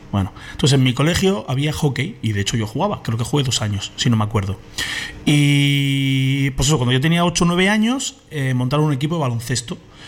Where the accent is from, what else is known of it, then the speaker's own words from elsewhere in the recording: Santander, Cantabria, Spain; Yo soy de Santander.